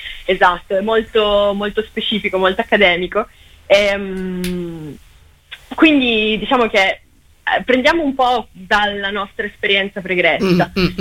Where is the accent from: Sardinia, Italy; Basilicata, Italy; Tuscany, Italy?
Sardinia, Italy; Tra l'altro io sono sarda, quindi arrivo da una comunità matriarcale, perciò per me è ancora più, diciamo, più interessante capire.